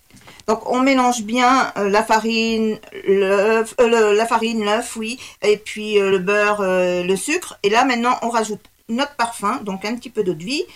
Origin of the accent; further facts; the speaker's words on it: Nouvelle-Aquitaine, France; chez nous, dans le Poitou